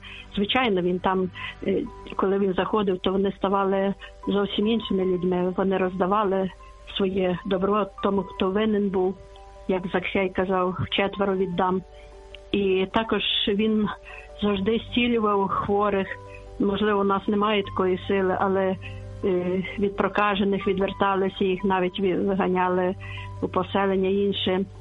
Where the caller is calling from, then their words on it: Lviv, Lviv Oblast, Ukraine; Я зі Львова